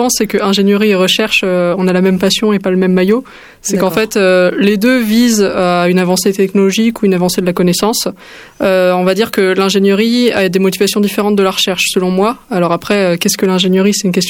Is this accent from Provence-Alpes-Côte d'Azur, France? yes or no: no; Île-de-France, France; moved away as an adult; now in Toulouse, France; je suis pas originaire de Toulouse à la base, j'ai grandi en banlieue parisienne à côté de Créteil, donc j'ai fait mon lycée là-bas, ma prépa là-bas